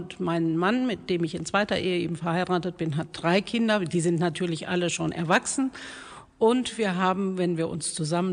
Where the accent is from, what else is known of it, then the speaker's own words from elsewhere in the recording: Iserlohn, North Rhine-Westphalia, Germany; Die älteste von drei Töchtern bin ich, hier in Iserlohn aufgewachsen, weitgehend. Ich habe festgestellt, ich wohne jetzt seit 50 Jahren in Iserlohn und bin in der Christuskirchengemeinde aufgewachsen, am Roden, direkt neben der Kirche, neben dem Glockenturm.